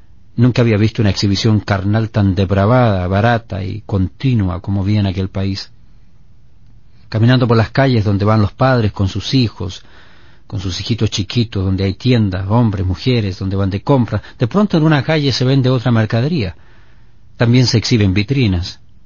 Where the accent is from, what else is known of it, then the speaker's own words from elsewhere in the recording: Punta Arenas, Magallanes and Chilean Antarctica, Chile; now in California, United States; mi ciudad natal, Punta Arenas, en Chile